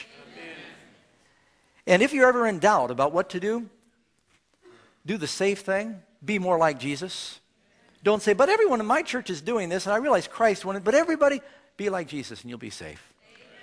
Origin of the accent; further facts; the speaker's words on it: New York City, New York, United States; John and I grew up in New York City.